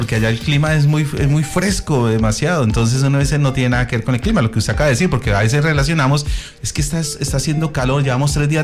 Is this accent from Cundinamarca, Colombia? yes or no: no; Bucaramanga, Santander, Colombia; moved away; yo soy de Santander, de Bucaramanga